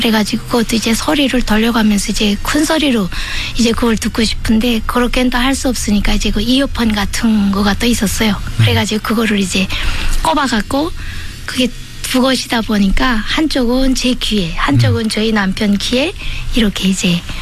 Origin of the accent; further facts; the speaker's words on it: North Korea; moved away; 제가 저 북한에서 이제 살고 있을 때